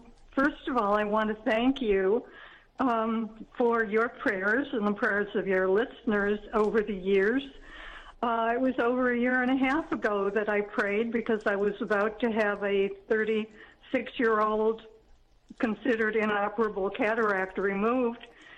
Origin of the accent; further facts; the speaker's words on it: Illinois, United States; I am from Illinois originally.